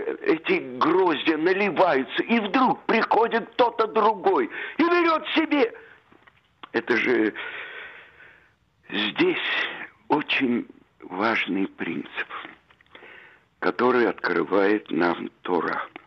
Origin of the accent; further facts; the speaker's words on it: Odesa, Odesa Oblast, Ukraine; born there; also born or lived in Saint Petersburg, Russia / Moscow, Russia; в Одессе, в которой я родился, или в Питере, где я учил режиссуру, или в Москве, где я жил и работал в театрах